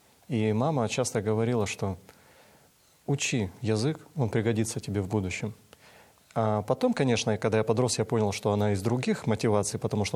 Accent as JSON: {"language": "Russian", "region": "Kabardino-Balkaria", "country": "Russia", "tie": "born or raised there", "said": "Ну, во-первых, я вырос в Кабардино-Балкарии, в Малой Кабарде."}